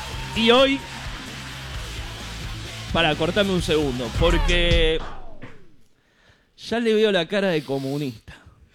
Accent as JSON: {"language": "Spanish", "country": "Uruguay", "said": "Soy uruguayo, soy medio Scarface, ¿viste?"}